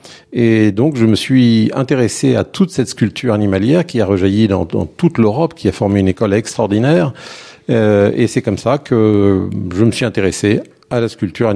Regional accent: Rennes, Brittany, France; born or raised there

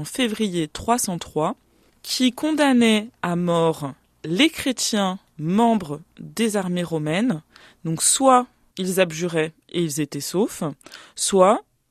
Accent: Auvergne-Rhône-Alpes, France; en tout cas par chez moi, en Savoie et en Suisse

